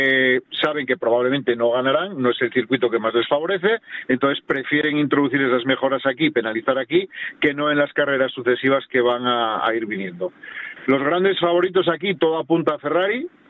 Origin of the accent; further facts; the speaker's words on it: Asturias, Spain; Claro, bueno, nosotros como asturianos, ¿qué vamos a decir, no?